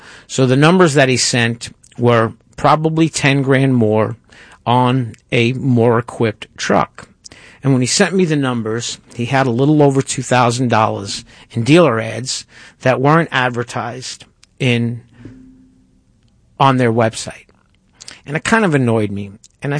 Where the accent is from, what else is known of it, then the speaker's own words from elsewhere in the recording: New York, United States; And if you've listened to the show for a while, you realize I'm from New York.